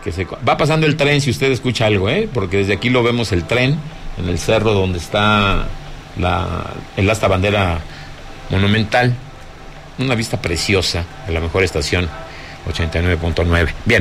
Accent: Zacatecas, Mexico; En mi tierra, Zacatecas, históricamente, en todos mis espacios informativos, no me gusta y no manejo nota roja

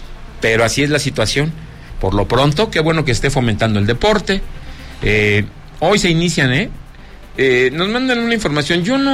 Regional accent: Zacatecas, Mexico; ahí estamos, de mi tierra Zacatecas.

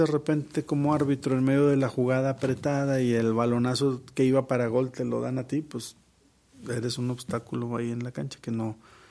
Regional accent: Mexico; Todos somos mexicanos

